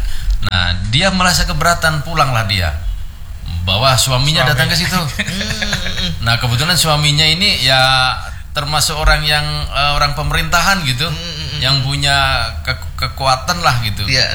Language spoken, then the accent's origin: Indonesian; Samarinda, East Kalimantan, Indonesia; kita masyarakat sebagai masyarakat Samarinda, sebagai warga Samarinda